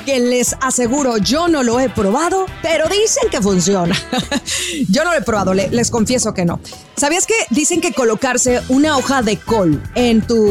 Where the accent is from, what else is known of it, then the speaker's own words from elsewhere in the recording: Mazatlán, Sinaloa, Mexico; moved away; also born or lived in Culiacán, Sinaloa; yo soy de Sinaloa, les he dicho muchas veces, de Mazatlán, allá hace calor todo el año